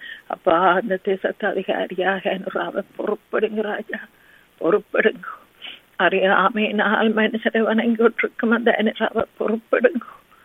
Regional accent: Sri Lanka; moved away; நாங்கள் பிறந்து வளர்ந்த அந்த சிறிய இலங்கை தீவுக்காக

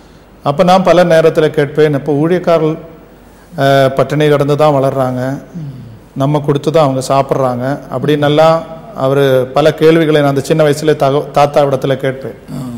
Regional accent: Gudalur, Tamil Nadu, India; born or raised there; also born or lived in Avadi, Tamil Nadu

